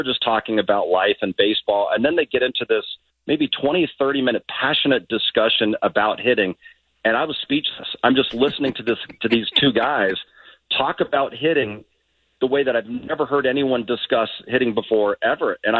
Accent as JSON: {"language": "English", "town": "Los Angeles", "region": "California", "country": "United States", "tie": "born or raised there", "said": "growing up in Woodland Hills in the San Fernando Valley"}